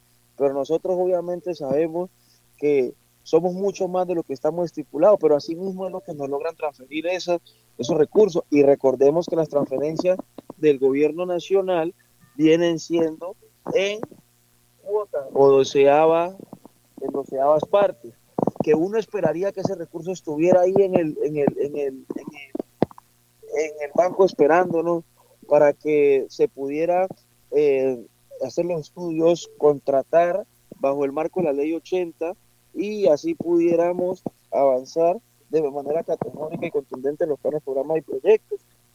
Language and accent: Spanish; Buenaventura, Valle del Cauca, Colombia; todos somos hijos de Buenaventura